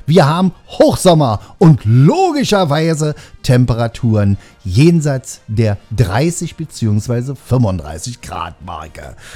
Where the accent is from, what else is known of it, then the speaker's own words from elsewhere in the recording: East Germany, Germany; Ich bin Ossi und Ossis haben irgendwie ein längeres Gedächtnis